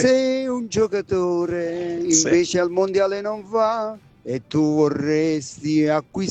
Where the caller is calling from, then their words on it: Battipaglia, Campania, Italy; da Battipaglia.